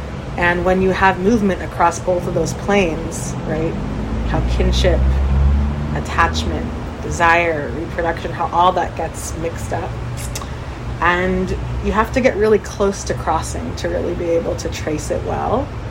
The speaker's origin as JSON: {"language": "English", "town": "Cleveland", "region": "Ohio", "country": "United States", "said": "And I hail from the Cleveland area and really enjoy inhabiting different parts of the Rust Belt."}